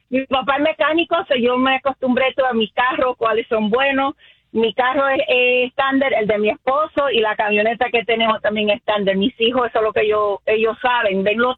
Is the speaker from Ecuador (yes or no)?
yes; Ecuador; No, yo manejo automático, pero crecí en Ecuador, entonces aprendí a manejar manual.